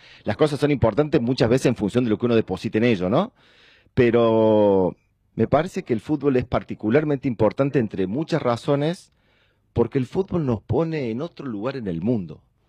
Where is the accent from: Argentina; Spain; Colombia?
Argentina; como argentinos somos buenos en el fútbol. Como argentinos somos protagonistas.